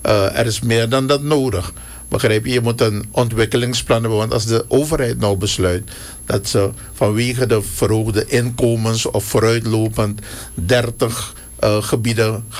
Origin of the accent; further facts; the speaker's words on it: Suriname; En daar zitten we allemaal als Surinamers in.